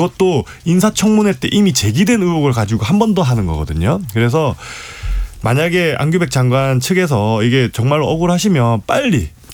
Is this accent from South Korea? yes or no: yes; Busan, South Korea; 마침 제가 또 부산 출신입니다.